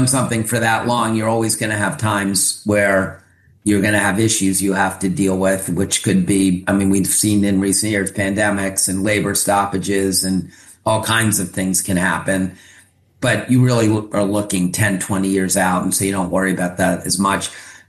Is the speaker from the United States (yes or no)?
yes; Maryland, United States; We didn't have a team in D.C. and I grew up in Maryland, so I love the Orioles.